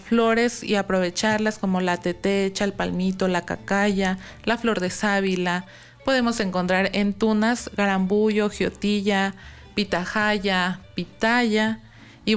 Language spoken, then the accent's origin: Spanish; Zapotitlán Salinas, Puebla, Mexico; vengo de Zapotitlán Salinas. Es un municipio que se encuentra en el corazón de la Reserva de la Biosfera Tehuacán-Cuicatlán. Y bueno, también que sepan que tenemos es un semidesierto